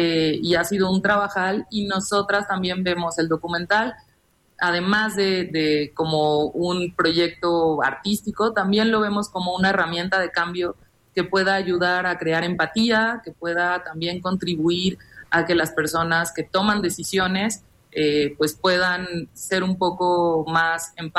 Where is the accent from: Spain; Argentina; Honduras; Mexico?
Mexico